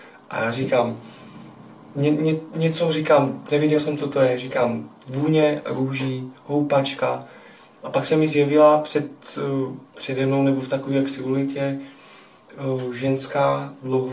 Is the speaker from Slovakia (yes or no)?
yes; Slovakia; born there; Czech is a second language; moved away; Snažím mluvit česky, ale jsem původem Slovák a napůl Bulhár.